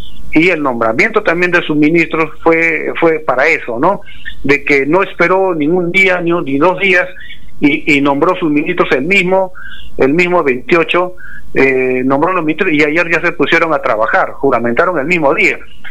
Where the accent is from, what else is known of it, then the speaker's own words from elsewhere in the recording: Peru; como tantos peruanos responsables hemos escuchado el mensaje de la presidenta Keiko